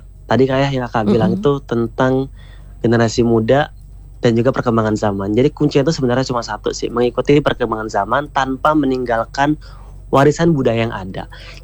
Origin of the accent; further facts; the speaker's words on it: Lampung, Indonesia; warisan kita, warisan leluhur kita, orang Lampung